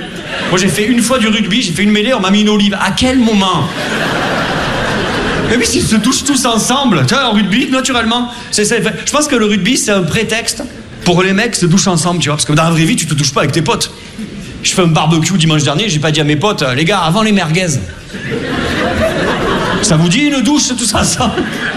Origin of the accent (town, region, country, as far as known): Perpignan, Occitanie, France